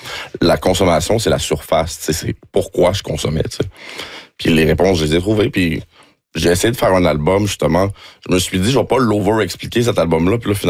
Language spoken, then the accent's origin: French; Montreal, Quebec, Canada; born there; Mais je suis né à Montréal-Nord